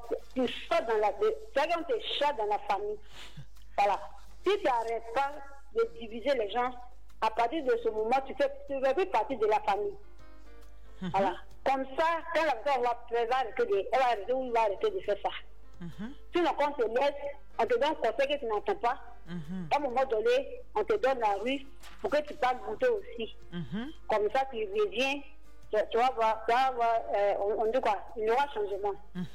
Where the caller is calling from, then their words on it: Bingerville, Abidjan, Côte d’Ivoire; De Benjerville.